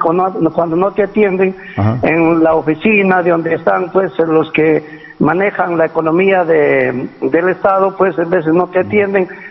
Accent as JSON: {"language": "Spanish", "town": "Sócota", "region": "Cajamarca", "country": "Peru", "moved": "yes", "lives_now": "Apona, Peru", "said": "me acuerdo cuando nosotros emigramos de la provincia de Cutervo, del distrito de Sócota, y un día como hoy, en la fecha 22 de junio, llegamos a este centro poblado de Apona, en el año 1972"}